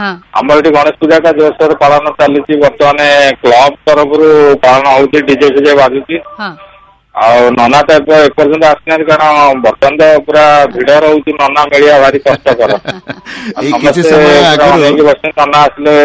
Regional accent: Odisha, India; ଆଉ ଯେହେତୁ ଆମେ ସନାତନ ଧର୍ମୀ ଆମେ ଓଡ଼ିଆ ମୁଢି ନଡ଼ିଆ ଲାଗେ ବଢିଆ ଆଉ ଆମେ ଚାଷୀ ଲୋକ

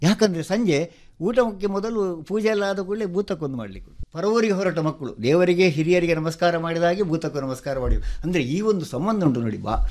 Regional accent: Padubidri, Karnataka, India; ಕುಂಜೂರು ಅಥವಾ ಎಲ್ಲೂರು ಗ್ರಾಮದ ಕುಂಜೂರು. ಪಡುಬಿದ್ರಿಯಲ್ಲಿ ನನ್ನ ಅಜ್ಜನ ಮನೆ ದೊಡ್ಡ ಜಮೀನ್ದಾರರವರು. ಹೌದೌದು, ಆ ಜಮೀನ್ದಾರರ ಮನೆಯಲ್ಲಿ ಒಬ್ಬ ಮೊಮ್ಮಗನಾಗಿ ನಾನು ಹುಟ್ಟಿ ಬೆಳೆದವು. ಬಹುತೇಕ ನನ್ನ ಬಾಲ್ಯ ಅಲ್ಲೇ ಕಳೆಯಿತು, ಪಡುಬಿದ್ರಿಯಲ್ಲೇ ಕಳೆಯಿತು.

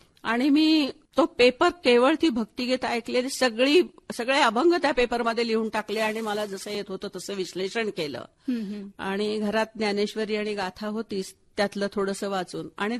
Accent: Hyderabad, Telangana, India; खरंच आम्ही हैदराबादकर म्हणजे मराठी लोक आहेत आकाशवाणीचे खूप आभारी आहोत.

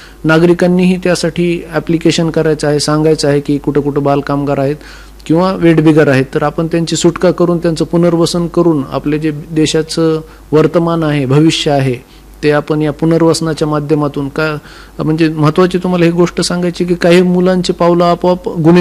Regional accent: Beed district, Maharashtra, India

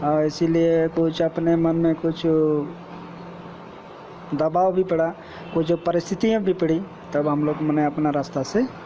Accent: Jharkhand, India; ग्राम नचलदाग, थाना नामकुम है।

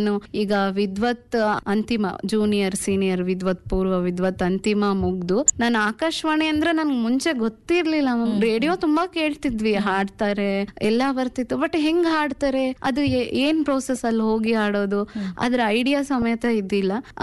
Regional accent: Vijayanagara district, Karnataka, India; moved away as an adult; also born or lived in Harapanahalli; now in Davanagere, India; ನಮ್ದು ಕುಣೆಮಾದಿ ಹಳ್ಳಿ ಅಂತ, ಕೊಟ್ಟೂರ್ ಹತ್ರ, ಹರಪನಹಳ್ಳಿ ತಾಲೂಕು, ವಿಜಯನಗರ ಡಿಸ್ಟಿಕ್ ನಮ್ದು. ಅಲ್ಲಿ ನಮ್ದು ಒಂದು ಚಿಕ್ಕ ಗ್ರಾಮ

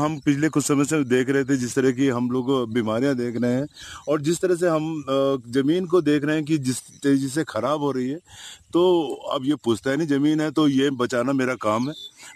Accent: Uttar Pradesh, India; आलमसराय का रहने वाला हूँ।

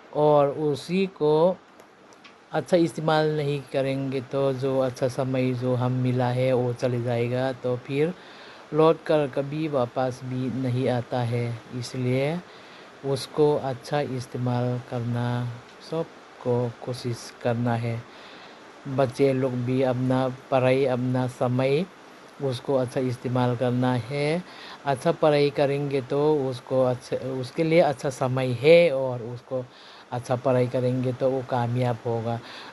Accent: Murhi Basti, Assam, India; मैं मुरही बस्ती से हूँ।

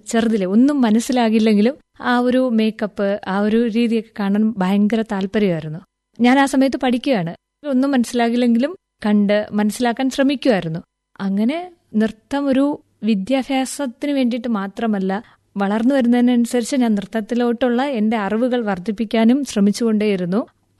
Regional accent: Kerala, India; അപ്പം ഞാൻ മാത്രമേ മലയാളിയുള്ളൂ.

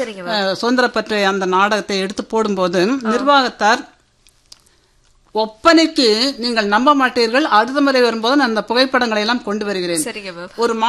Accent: Coimbatore district, Tamil Nadu, India; நான் கோவை மாவட்டத்தை சேர்ந்தவளே

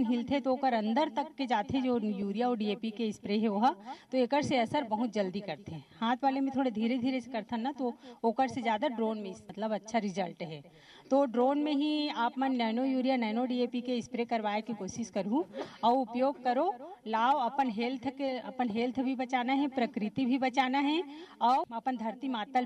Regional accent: Chhattisgarh, India; मैं चंदखुरी फार्म के पास नकपुरा ग्राम है वहाँ के रहने वाली हूँ।

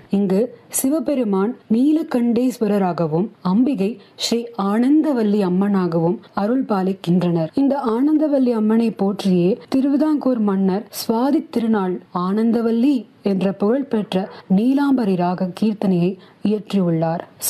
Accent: Keralapuram, Tamil Nadu, India; கேரளபுரம் தான் என்னுடைய சொந்த ஊர்.

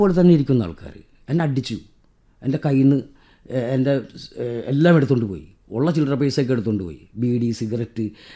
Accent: Kerala, India; നിങ്ങളെവിടെ നിന്ന് വരുന്നു? ഞാൻ പറഞ്ഞു കേരള.

